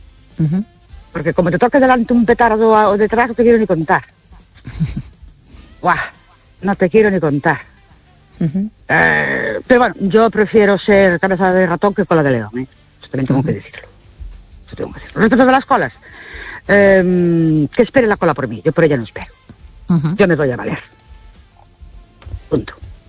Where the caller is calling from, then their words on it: Ourense, Galicia, Spain; Buenas noches … de Ourense.